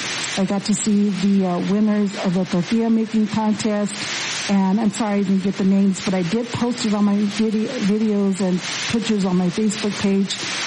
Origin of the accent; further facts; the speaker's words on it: Mammoth, Arizona, United States; moved away; I was over in my hometown in Mammoth, Arizona.